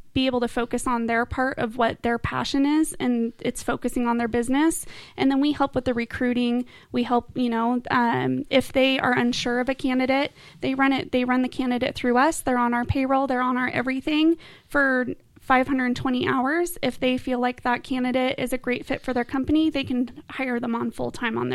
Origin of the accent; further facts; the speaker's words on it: Eureka, California, United States; now in Redding, United States; So I was born and raised in Eureka. And then my dad got a job as a teacher and football coach here in Reading. So our family moved over to Reading.